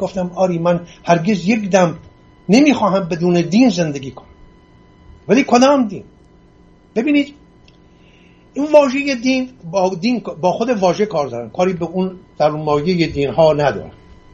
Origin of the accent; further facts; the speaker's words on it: Iran; first language Assyrian Neo-Aramaic; Persian is a second language; من آشوری تبار هستم، آشوری زاده هستم، از آشوری های ایران، یک تبار بسیار بسیار کهن ایرانی